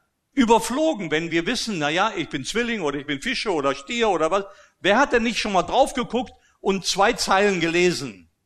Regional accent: Austria; ich bin ja in Österreich groß geworden, römisch-katholisch.

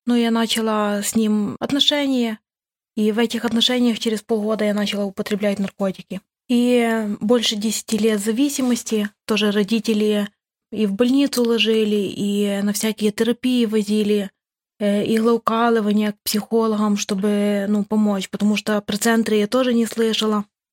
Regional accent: Khmelnytskyi Oblast, Ukraine; Я тоже с Украины, с Хмельницкой области.

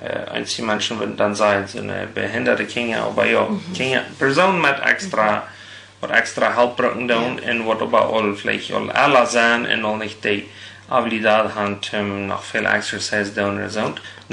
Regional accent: Rubio, Chihuahua, Mexico; Ich bin in Rubio geboren, also das ist du von Cuauhtémoc, 40 Kilometer im Norden.

